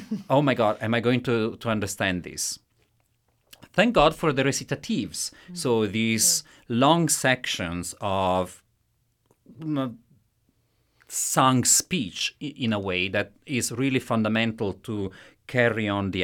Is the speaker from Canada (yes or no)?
no; Italy; accent: Italian; first language Italian; English is a second language; because of course Don Giovanni is written in Italian, and I am Italian, as you can tell from my accent.